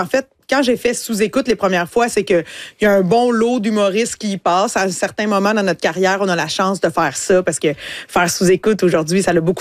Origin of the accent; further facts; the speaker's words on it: Quebec, Canada; born there; moved away as an adult; now in Montreal, Canada; j'ai vraiment grandi dans un milieu agricole, rural, mais super bienveillant.